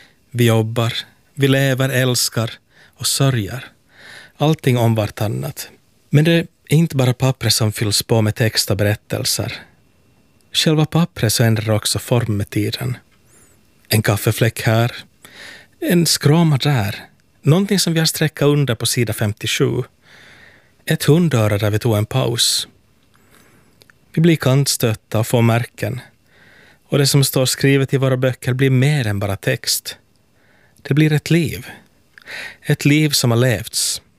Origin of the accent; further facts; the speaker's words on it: Helsinki, Uusimaa, Finland; från Helsingfors.